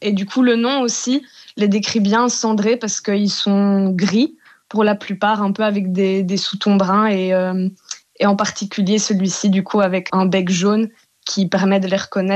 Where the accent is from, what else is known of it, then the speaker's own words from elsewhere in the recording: Namur, Wallonia, Belgium; moved away as an adult; now in Azores, Portugal; je viens de Namur.